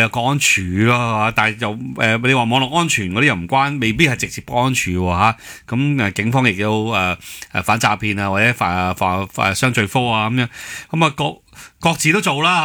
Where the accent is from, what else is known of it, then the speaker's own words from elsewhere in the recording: Hong Kong; 我哋香港人睇落去容易搞错啊。